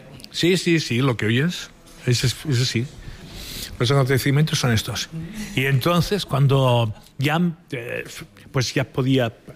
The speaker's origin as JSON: {"language": "Spanish", "town": "Barcelona", "region": "Catalonia", "country": "Spain", "said": "Para yo soy de Sant Andreu, es un barrio que está bastante lejos"}